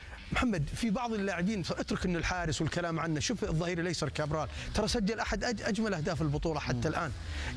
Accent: Saudi Arabia

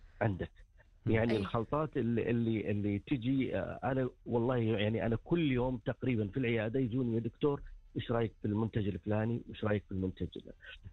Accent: Saudi Arabia

